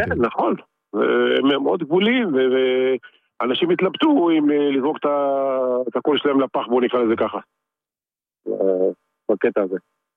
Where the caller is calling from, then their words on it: Tel Aviv, Tel Aviv District, Israel; אני מתל אביב.